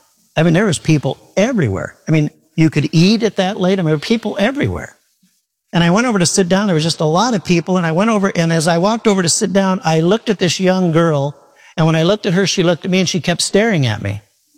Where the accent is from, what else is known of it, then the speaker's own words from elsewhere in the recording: Midwest, United States; And I'm from the Midwest.